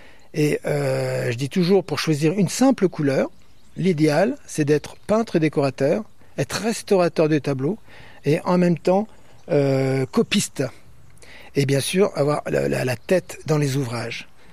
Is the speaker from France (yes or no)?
yes; Paris, Île-de-France, France; born there; moi je suis né à Paris, parce que mon père travaillait à Paris aux arts décoratifs, etc.